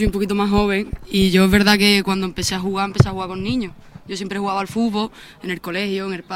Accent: Cádiz, Andalusia, Spain; porque yo soy de Cádiz y es verdad que allí, cuando yo empecé, había más equipos.

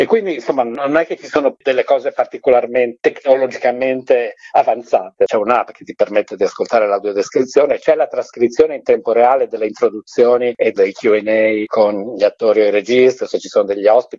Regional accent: Udine, Friuli-Venezia Giulia, Italy; Udine è la mia città d'origine

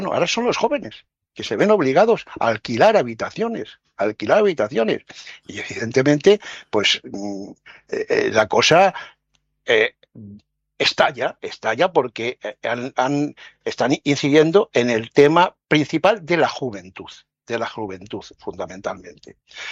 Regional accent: Spain

